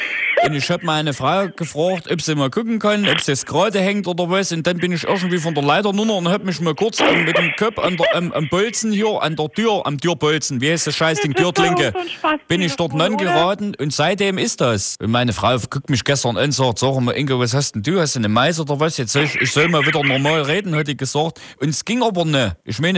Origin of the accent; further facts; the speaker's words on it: Berlin, Germany; Ich bin ganz normaler Berliner.